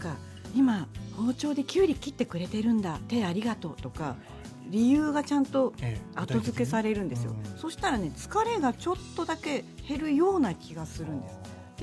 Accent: Sapporo, Hokkaido, Japan; 私の札幌でもないかも。

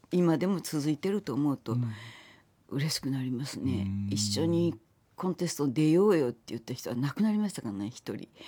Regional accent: Kyushu, Japan; accent: Kyushu dialect; moved away; 私たち九州出身の人はみんな見てるし、

